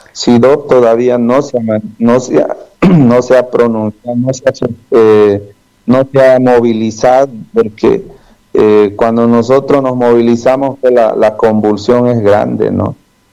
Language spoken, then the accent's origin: Spanish; Bolivia; tenemos que pensar como verdaderos bolivianos